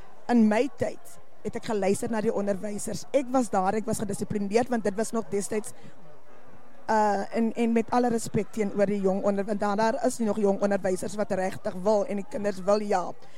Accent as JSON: {"language": "Afrikaans", "area": "Blanco", "region": "Western Cape", "country": "South Africa", "tie": "born there", "said": "Ek kom uit die stofpaaie van Gelredome, dit is waar ek gebore is. Ek is 'n blankonaar."}